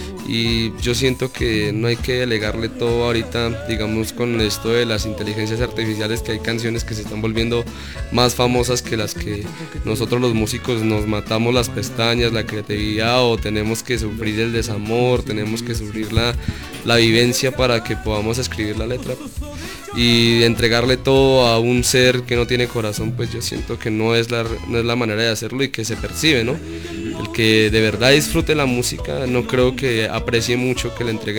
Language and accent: Spanish; Bogotá, Colombia; born there; Yo soy nacido en Bogotá y principalmente en Cundinamarca